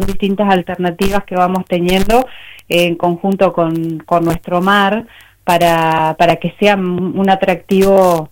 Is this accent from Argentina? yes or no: yes; Argentina; como ciudadano y como argentino